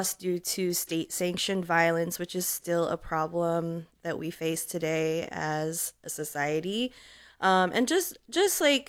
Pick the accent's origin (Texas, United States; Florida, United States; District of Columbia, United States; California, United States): Texas, United States; Houston; now in Austin, United States; I grew up in Houston, so I definitely grew up knowing about Juneteenth. It's so close to Galveston